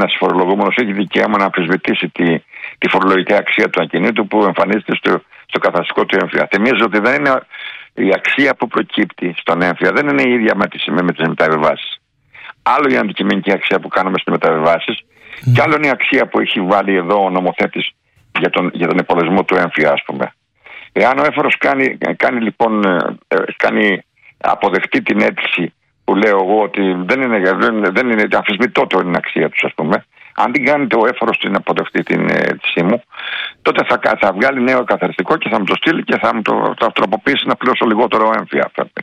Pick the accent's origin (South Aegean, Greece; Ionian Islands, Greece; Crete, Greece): Crete, Greece; Chania; στα Χανιά, στην πατρίδα μου που λέω τώρα.